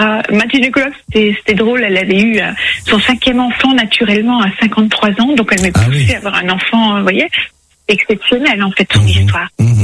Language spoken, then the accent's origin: French; Hauts-de-France, France; je suis native du Pas-de-Calais